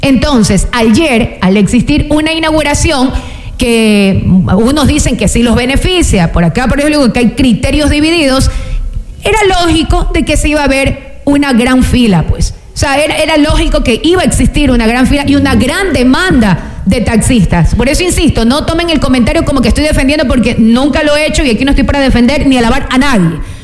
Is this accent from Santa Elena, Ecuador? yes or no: yes; Santa Elena, Ecuador; Así somos los ecuatorianos, somos los peninsulares.